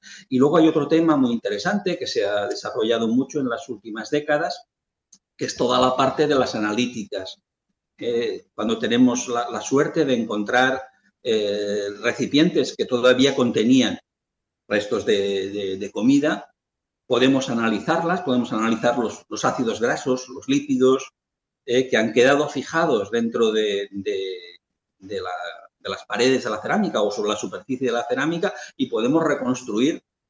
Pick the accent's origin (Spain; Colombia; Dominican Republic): Spain; Lleida, Catalonia; en una excavación cerca de Lleida, que es de donde yo soy.